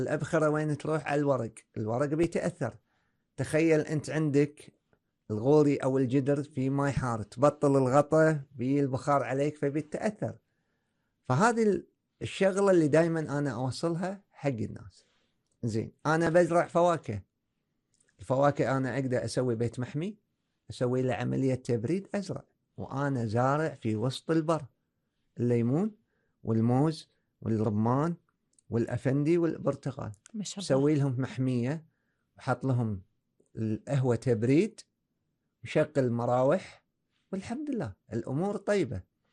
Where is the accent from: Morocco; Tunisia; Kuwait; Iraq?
Kuwait; عندنا في الكويت